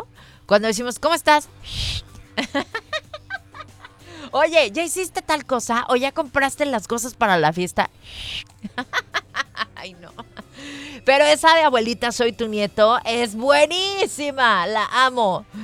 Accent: Mexico; si la hemos preparado siendo mexicanos

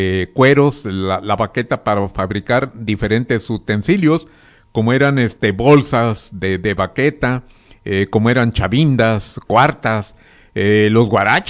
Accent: Nayarit, Mexico; moved away; Igual panza verde, así nos dicen a los que somos de ahí de Santiago de la Costa, panzas verdes

